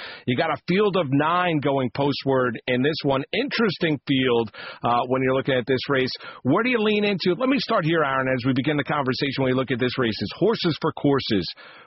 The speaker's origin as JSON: {"language": "English", "region": "East Coast", "country": "United States", "tie": "born or raised there"}